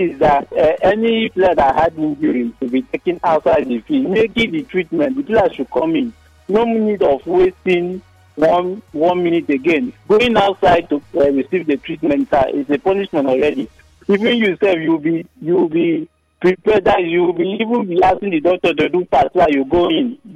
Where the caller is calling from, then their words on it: London, United Kingdom; I'm calling you from London.